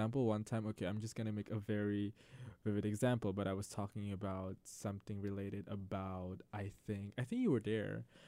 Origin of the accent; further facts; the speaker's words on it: Indonesia; moved away; for me, coming from Indonesia